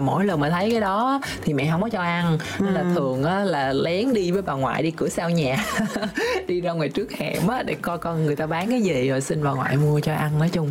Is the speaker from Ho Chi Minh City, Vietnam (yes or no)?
yes; Ho Chi Minh City, Vietnam; Em nhớ ngày xưa ở những cái con hẻm ở trong khu vực thành phố Hồ Chí Minh đó